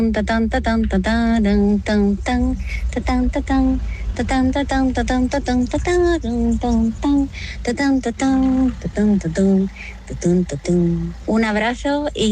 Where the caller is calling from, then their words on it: Miraflores, Spain; de Miraflores